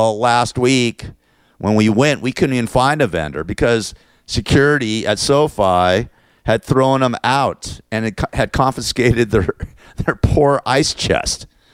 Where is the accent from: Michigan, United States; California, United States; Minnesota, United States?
California, United States; Los Angeles; partying in my hometown of Tarzana